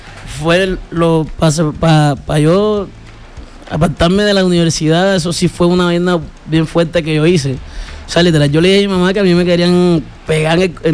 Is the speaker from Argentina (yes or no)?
no; Santa Rosa, Bolívar, Colombia; Estuve allá en Cartagena o en Santa Rosa, que es mi pueblo.